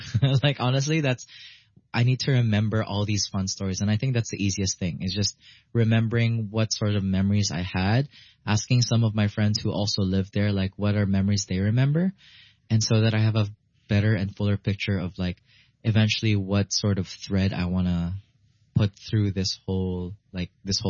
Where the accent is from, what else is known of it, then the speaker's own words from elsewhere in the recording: Hong Kong; the neighborhood I grew up in Chunwan called Riviera Gardens.